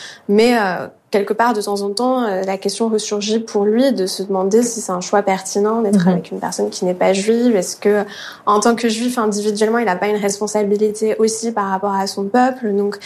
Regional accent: France; born there; Mes parents étaient exilés politiques, je suis née en France, j'ai jamais pu aller en Iran et je ne sais pas si je pourrais y aller un jour.

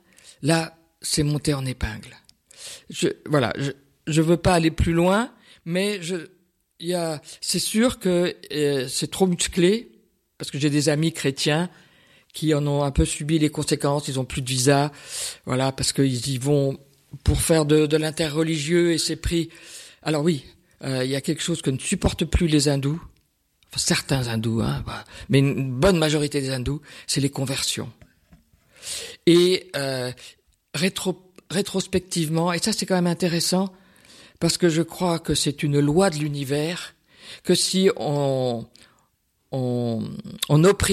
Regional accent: France; je suis française, je suis pas anglaise.

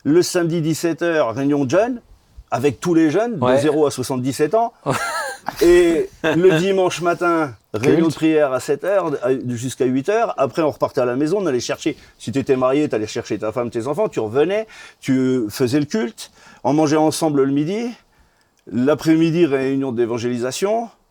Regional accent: Portugal; moi, je suis portugais

